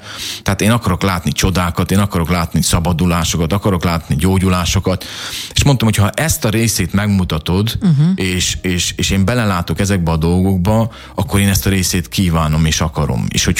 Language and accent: Hungarian; Debrecen, Hajdú-Bihar, Hungary; born or raised there; moved away as an adult